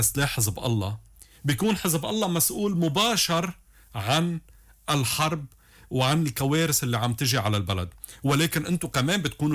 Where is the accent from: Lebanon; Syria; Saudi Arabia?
Lebanon; نحن كلبنانيين